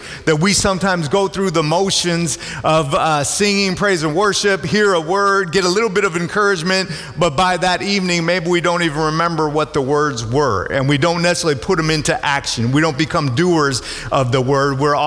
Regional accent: Minnesota, United States; I grew up in Minnesota, and my dad is a Jewish atheist.

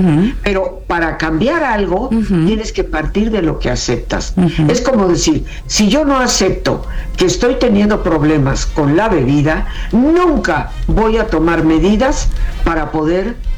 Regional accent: Mexico; Y como raza, como mexicanos, somos el resultado de esa fusión entre dos culturas, entre dos colores de piel, entre diferentes creencias que finalmente se fusionaron en una sola

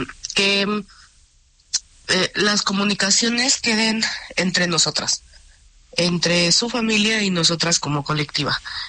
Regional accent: Mexico

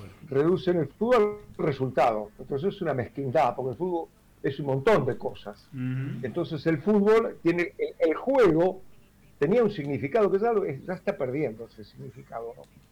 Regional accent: Bahía Blanca, Buenos Aires Province, Argentina; Yo nací en Bahía Blanca, como ustedes saben, y me crié en un barrio que se llama Villa Mitre, ahí empecé a jugar.

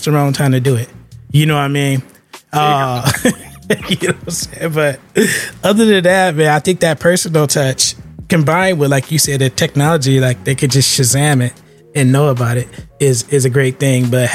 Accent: San Francisco, California, United States; In San Francisco, where I grew up

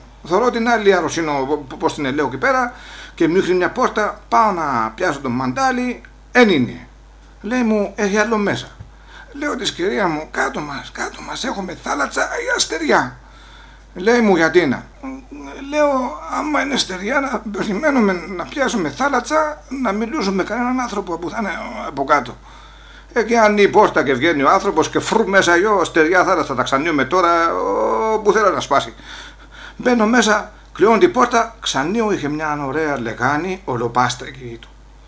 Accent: Olympos, South Aegean, Greece; έχω και εγώ λόγο να πω γιατί να είμαι από την Όλυμπο της Καρπάδου

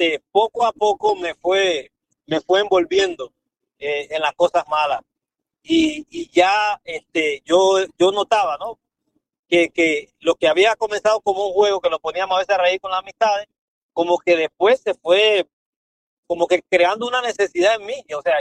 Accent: Honduras; born there; moved away; nací en Honduras, ¿no? En Centroamérica.

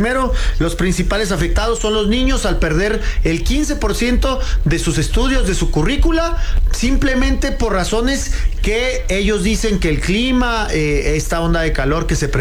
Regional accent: Chihuahua, Mexico; yo también, yo claro, soy de Chihuahua

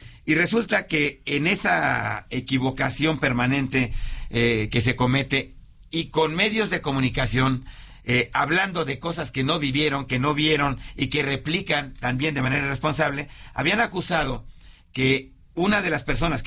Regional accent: Mexico; Nos avergüenza a todos como mexicanos

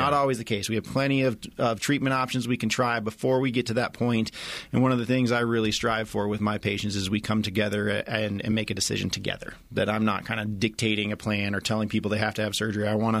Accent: Colorado, United States; My wife's from Vail as well, so we're both from Colorado.

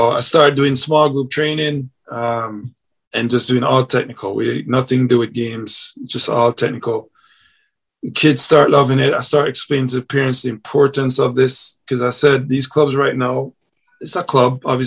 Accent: Jamaica; so my model is based off of how I grew up in Jamaica

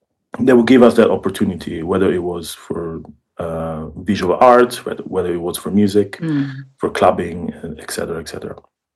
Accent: Ticino, Switzerland; Growing up in Ticino, we were struggling to find artistic outputs and artistic opportunities that would give us the opportunity to grow

